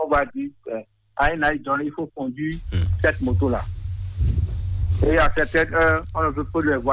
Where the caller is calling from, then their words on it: Atlantique, Benin; Je vous appelle depuis Kokoto